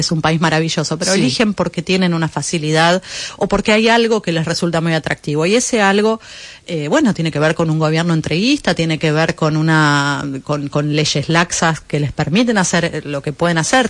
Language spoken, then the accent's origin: Spanish; Argentina; qué nos queda a nosotros como argentinos, qué nos queda a nosotros como latinoamericanos en esta región también